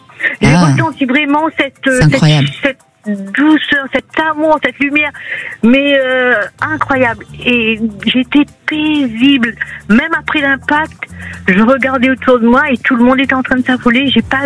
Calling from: Nouvelle-Aquitaine, France; Je suis de la Nouvelle-Aquitaine.

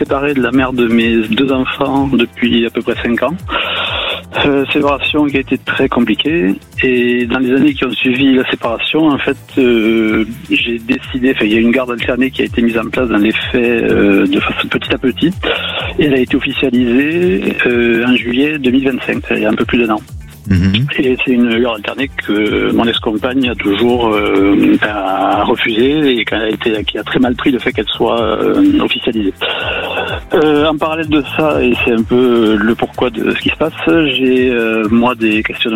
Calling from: Occitanie, France; J'appelle à côté de Montauban.

